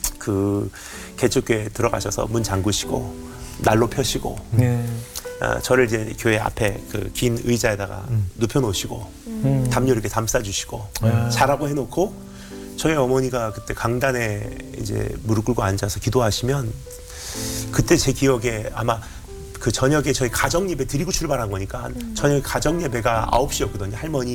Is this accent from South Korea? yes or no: no; Japan; 제가 이제 일본에서 자랐잖아요. 일본은 그 교회가 별로 크질 않아요.